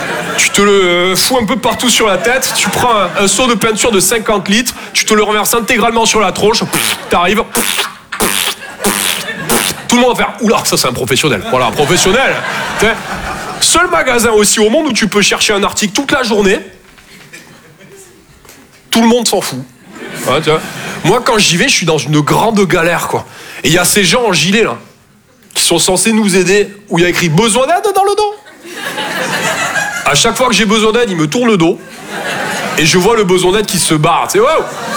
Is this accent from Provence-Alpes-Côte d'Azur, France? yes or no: no; Toulouse, Occitanie, France; moved away; Je viens de Toulouse à la base. Ouais, ça s'entend un peu, ouais. Bah, mon accent, c'est vraiment comme mon sexe, je sors que quand je suis en confiance.